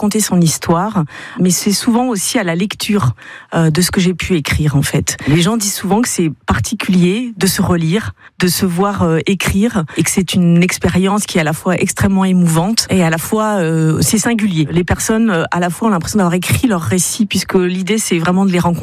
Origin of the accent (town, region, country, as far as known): Parigné-l'Évêque, Pays de la Loire, France; born or raised there; also born or lived in Le Mans